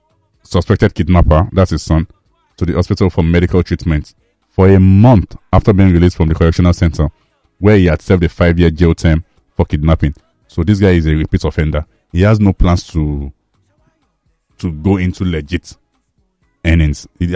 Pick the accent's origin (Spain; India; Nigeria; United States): Nigeria; Lagos; Growing up in Lagos